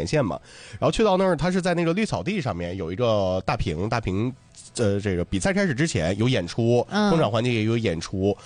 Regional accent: Dalian, Liaoning, China; 咱们大连人

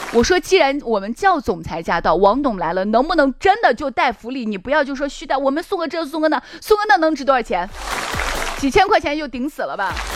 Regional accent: Shaanxi, China; 我们陕西人，我是陕西人

